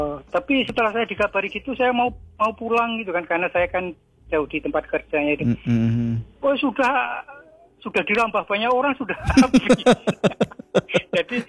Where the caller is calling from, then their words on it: Pulau Rimau district, South Sumatra, Indonesia; Kami masuk Kecamatan Pulau Rimo.